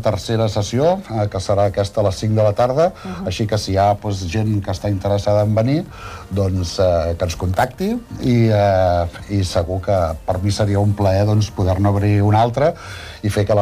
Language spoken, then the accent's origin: Catalan; Bràfim, Catalonia, Spain; Sí, jo soc de Bràfim, és un poblet de 700 habitants